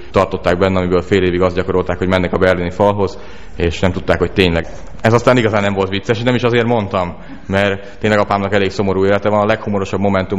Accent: Great Hungarian Plain, Hungary; born there; Én az Alföldön születtem

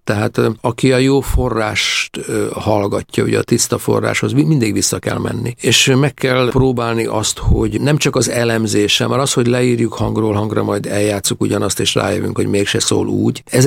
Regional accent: Hungary; én, mint magyar állampolgár

